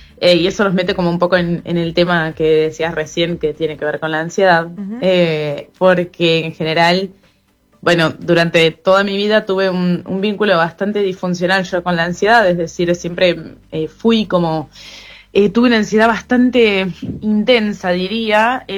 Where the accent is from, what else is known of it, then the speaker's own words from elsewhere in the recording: Chubut, Argentina; moved away as an adult; now in Punta del Este, Uruguay; yo soy argentina, soy de Chubut, de la Patagonia, soy del sur de Argentina, pero ya hace unos 2 años que estoy viviendo acá en Punta del Este. Me encanta Uruguay, estoy feliz de la vida acá, así que sí, ya viviendo hace un tiempo.